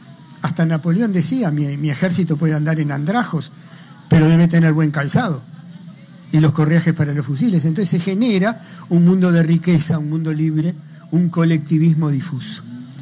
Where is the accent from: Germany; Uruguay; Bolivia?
Uruguay; Es más, yo ahora por mi cédula de identidad soy uruguayo. Pero soy mucho menos uruguayo que un habitante de Corrientes o de Concordia.